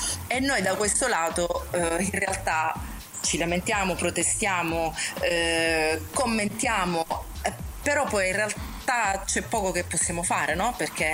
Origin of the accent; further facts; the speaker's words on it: Catania, Sicily, Italy; moved away; a Catania, che è la mia città d'origine